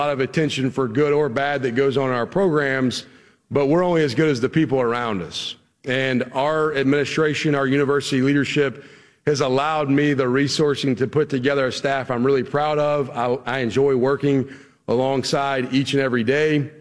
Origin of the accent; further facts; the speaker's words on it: Huntsville, Alabama, United States; also born or lived in Texarkana, United States; I grew up in Huntsville, Alabama. I was born in Texarkana, Texas, but raised in North Alabama.